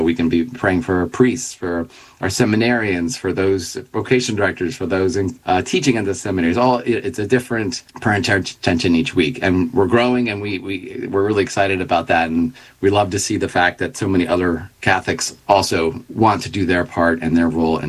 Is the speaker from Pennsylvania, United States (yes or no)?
yes; Philadelphia, Pennsylvania, United States